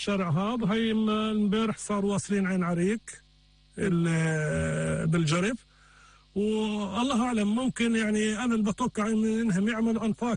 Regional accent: Palestine; احنا زي احنا مواطنين فلسطينيين هان صامدين حتى آخر قطر الدم.

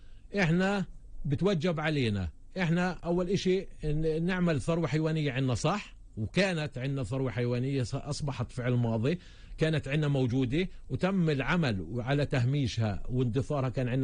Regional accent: Palestine; now in West Bank; انا من 48 مهجر في داخل الضفة الغربية، انا جزء من فلسطين، ماني جزء من الضفة الغربية، انا محافظ على لجوئي ومحافظ على لجوئي في داخل الضفة الغربية

